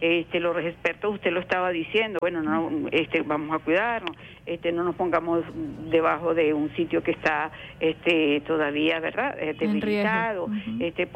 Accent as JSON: {"language": "Spanish", "country": "Venezuela", "said": "nuestra identidad como venezolanos"}